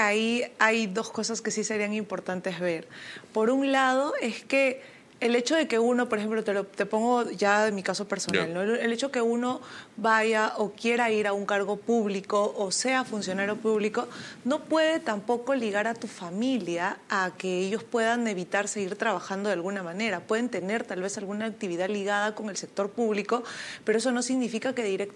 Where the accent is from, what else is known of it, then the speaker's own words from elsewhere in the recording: Jauja, Junín, Peru; Yo soy de Jauja, de la primera capital del Perú.